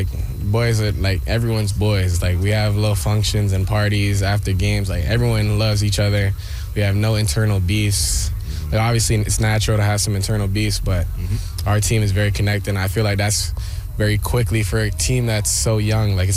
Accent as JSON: {"language": "English", "town": "Montreal", "region": "Quebec", "country": "Canada", "said": "I'm from Montreal, Quebec."}